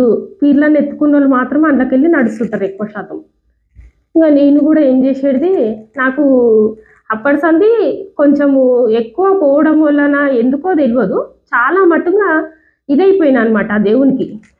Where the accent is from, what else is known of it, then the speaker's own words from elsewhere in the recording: Karnataka, India; అంటే మాది కర్ణాటక అని చెప్పిన నేను.